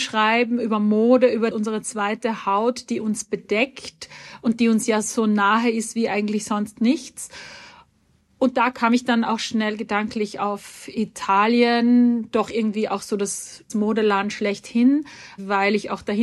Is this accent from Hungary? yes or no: no; Austria; Ich bin im Salzkammergut aufgewachsen in Österreich und das ist auch eine Gegend, wo ich manchmal bei Interviews früher gesagt habe, ich komme dorthin, wo andere Urlaub machen.